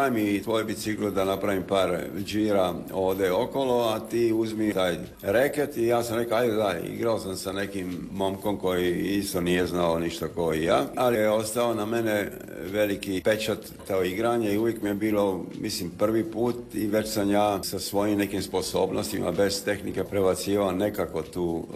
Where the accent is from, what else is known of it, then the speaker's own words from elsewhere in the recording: Split, Split-Dalmatia County, Croatia; also born or lived in New York, United States / London, United Kingdom / Munich, Germany; Kad ste rekli Splićanin, da, ja sam rođen u Splitu, u Belom Varešu, gdje sam fetivi Splićani.